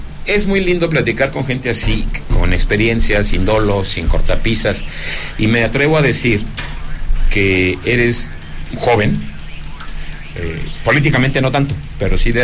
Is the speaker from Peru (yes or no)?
no; Zacatecas, Mexico; mi tierra Zacatecas